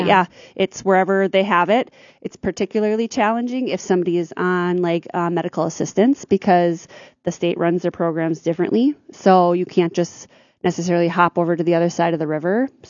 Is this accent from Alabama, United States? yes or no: no; Ada, Minnesota, United States; my mom was from Perm and we grew up in Ada, so they were thinking somewhere in the middle.